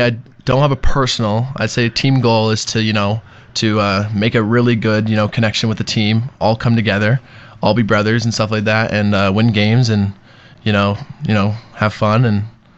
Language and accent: English; Toronto, Ontario, Canada; I'm from Scarborough, Ontario. That's in Toronto. So I'm also Canadian.